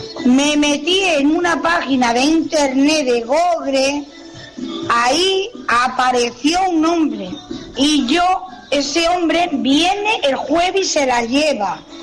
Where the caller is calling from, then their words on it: Santa Lucía de Tirajana, Canary Islands, Spain; la de Casa Pastores.